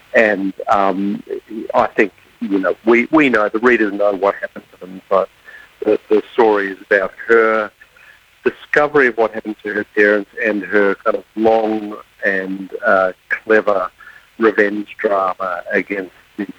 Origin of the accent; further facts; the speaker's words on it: Sydney, New South Wales, Australia; Well, I'm from Sydney. I was a novelist before I was a journalist